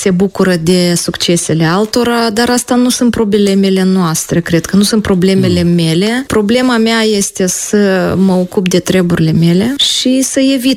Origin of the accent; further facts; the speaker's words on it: Chișinău, Moldova; also born or lived in Sofia, Drochia District, Moldova; Copilăria mea în Chișinău, dar vacanțele le-am petrecut la bunica. Unde? La nordul Moldovei. Vin satul Sofia.